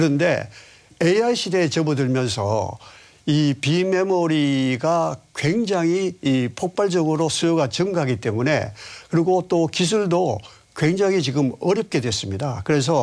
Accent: Daegu, South Korea; moved away as an adult; 대구에서 고등학교까지 졸업하고 대학을 서울로 진학했습니다.

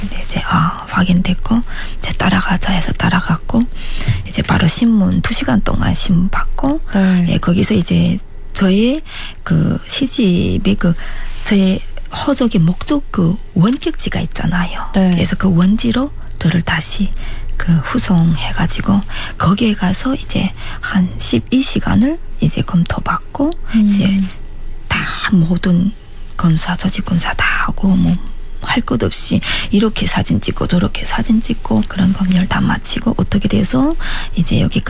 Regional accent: North Korea; 그래서 제가 북한 사람이다 이렇게 인정했어요.

